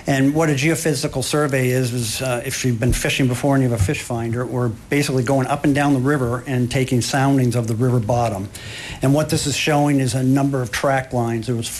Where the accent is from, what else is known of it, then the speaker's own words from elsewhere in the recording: Casco, Maine, United States; I'm from Casco, Maine.